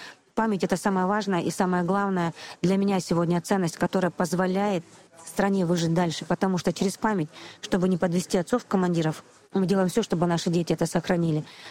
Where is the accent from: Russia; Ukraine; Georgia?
Russia; Russian Far East; Я дальневосточник.